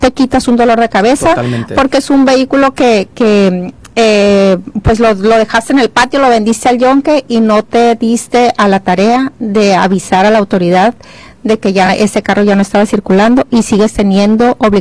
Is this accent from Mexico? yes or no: yes; Sinaloa, Mexico; como buenos conductores, como buenos sinaloenses